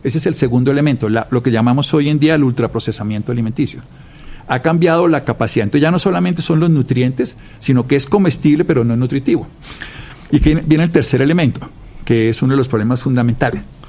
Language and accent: Spanish; Armero, Tolima, Colombia; yo soy de Armero